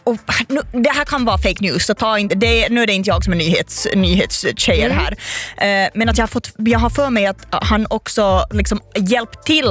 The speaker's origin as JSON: {"language": "Swedish", "country": "Finland"}